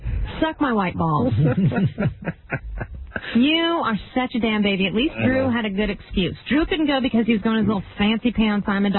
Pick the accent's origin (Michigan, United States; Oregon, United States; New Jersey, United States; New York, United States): Oregon, United States; Portland; moved away; I'm from Portland.